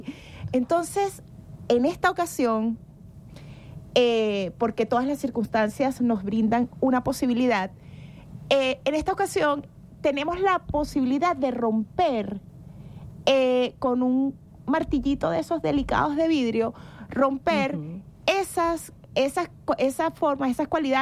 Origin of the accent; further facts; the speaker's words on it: Venezuela; nosotros como venezolanos y venezolanas